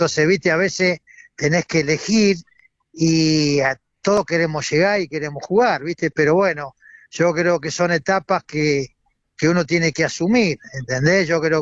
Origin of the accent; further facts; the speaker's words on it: Argentina; a lo mejor que nos puede haber pasado como argentino, ¿entendés?